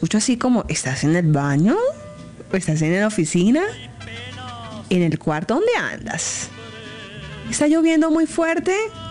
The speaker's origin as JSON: {"language": "Spanish", "country": "Colombia", "said": "Esa colombiana, Noruega, ni rubia soy."}